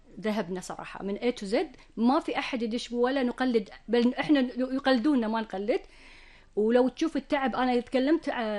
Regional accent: Kuwait; احنا شنو عندنا بالكويت؟

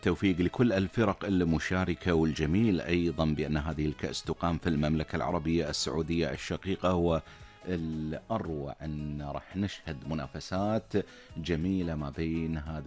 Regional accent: Kuwait; إحنا كمجتمع كويتي

